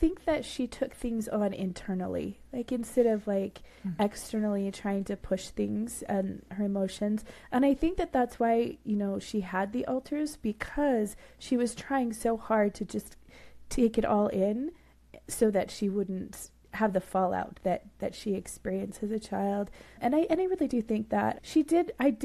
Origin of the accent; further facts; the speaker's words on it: Roy, Utah, United States; moved away; I grew up in Roy, Utah.